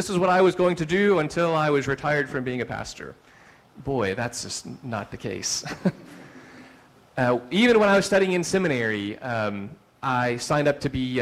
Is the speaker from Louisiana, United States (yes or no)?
no; Live Oak, Florida, United States; moved away as an adult; Leah and I grew up in North Florida, Live Oak to be precise, a really small town. From the time I was born to the time I went to college, I grew up in First United Methodist Church in Live Oak, Florida